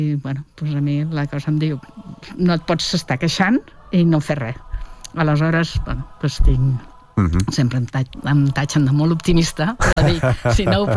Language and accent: Catalan; Catalonia, Spain; first language Catalan; perquè és la meva llengua, perquè sí. És el meu país i perquè me l'estimo.